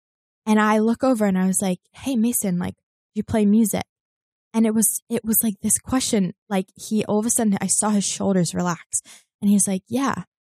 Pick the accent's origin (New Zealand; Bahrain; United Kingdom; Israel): New Zealand; moved away as an adult; now in Los Angeles, United States; I just moved to LA. I grew up in New Zealand, moved to LA. I'm doing my master's at Fuller Seminary.